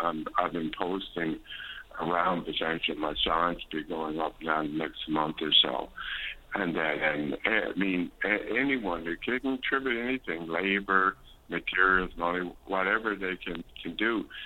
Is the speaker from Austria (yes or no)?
no; Placentia, Newfoundland and Labrador, Canada; I've established the theory of land in my hometown, 21st Placentia, very beautiful by the ocean